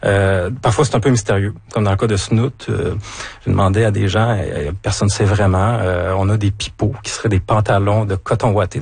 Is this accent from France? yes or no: no; Sherbrooke, Quebec, Canada; moved away; Moi, j'ai lacet, je viens de Sherbrooke.